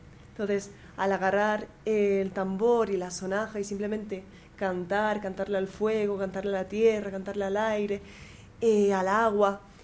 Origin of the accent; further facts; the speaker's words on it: Granada, Andalusia, Spain; now in Catalonia, Spain; yo soy de Granada, que está al sur de España, en Andalucía, pero ahora mismo habito Cataluña